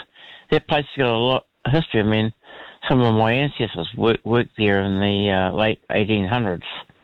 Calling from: Dunedin, Otago, New Zealand; South Dunedin

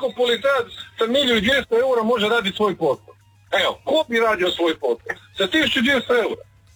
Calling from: Croatia; Znači, ljudi nikad kod nas, u Hrvatskoj, općenito.

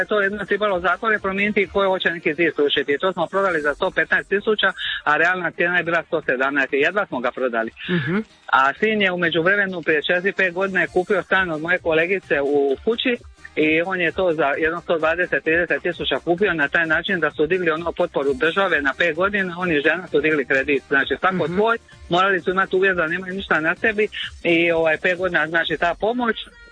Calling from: Croatia

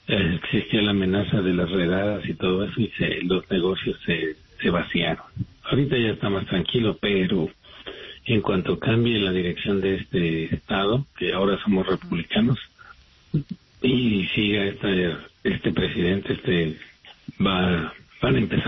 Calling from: Las Vegas, Nevada, United States; De Las Vegas

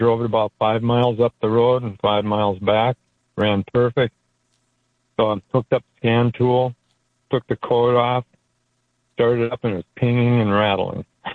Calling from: Minnesota, United States; I'm listening from, I listen from Minnesota.

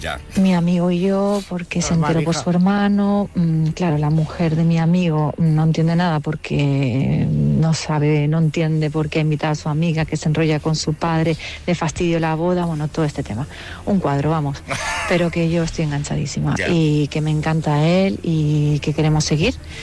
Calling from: Madrid, Community of Madrid, Spain; soy de Madrid.

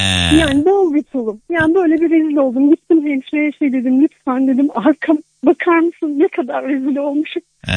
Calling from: İzmit, Kocaeli, Turkey; Ben İzmit'ten arıyorum

